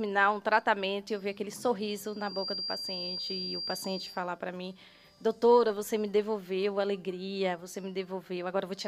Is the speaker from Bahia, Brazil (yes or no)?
yes; Bahia, Brazil; born there; do Retiro, que é onde eu nasci.